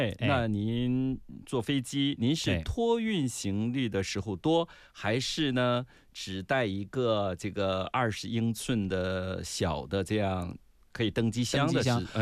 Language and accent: Chinese; China; now in South Korea; 比如说我们是中国人，